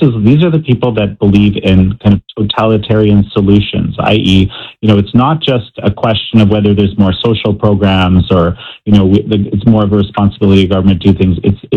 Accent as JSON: {"language": "English", "country": "Canada", "tie": "born or raised there", "said": "Listen, I grew up in Canada, of all places, in the 80s, right? In the 70s and 80s."}